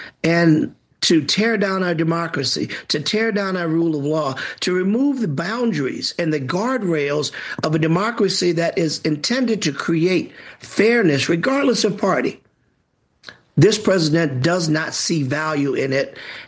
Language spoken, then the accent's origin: English; Louisiana, United States; in my home state, Louisiana, African Americans represent a third of the state.